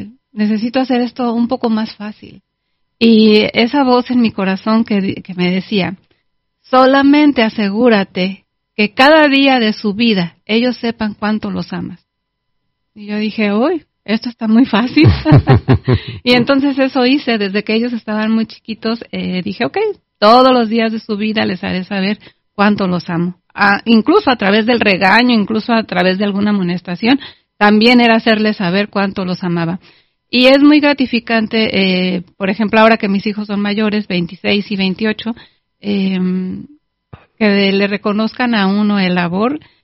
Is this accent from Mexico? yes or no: yes; Mexico; now in California, United States; solamente nosotros los mexicanos